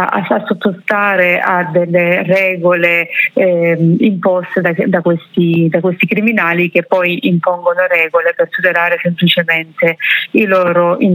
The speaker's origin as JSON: {"language": "Italian", "town": "Cinquefrondi", "region": "Calabria", "country": "Italy", "said": "lei viveva a Laureana di Borrello e io sono di Cinque Pronti, quindi parliamo di 10 chilometri di distanza"}